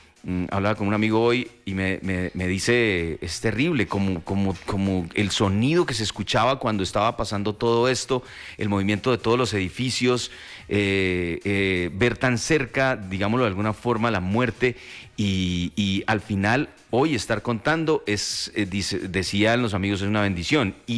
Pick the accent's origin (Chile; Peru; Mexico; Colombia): Colombia